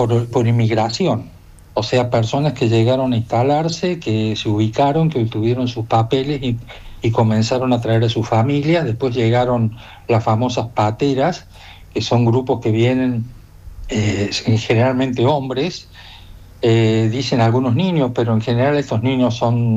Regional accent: Argentina; now in Spain; habiendo vivido tantos años en Argentina y participado de las organizaciones comunitarias

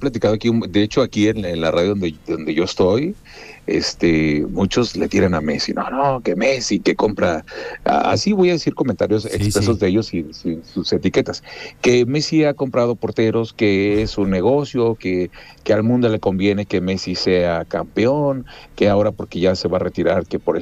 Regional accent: Mexico; los mexicanos somos chingones, como dirían acá

